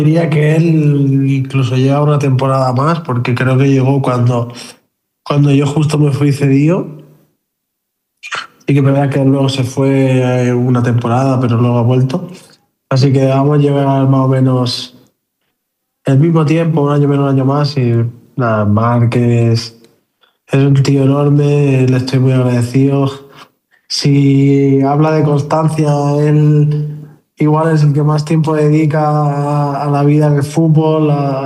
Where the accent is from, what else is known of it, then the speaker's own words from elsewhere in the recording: Spain; Que somos españoles